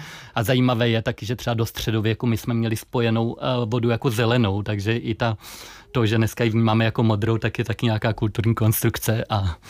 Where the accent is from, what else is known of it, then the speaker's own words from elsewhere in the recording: Hradec Králové, Hradec Králové Region, Czechia; Já jsem původem z Hradce Králové. Je to moje město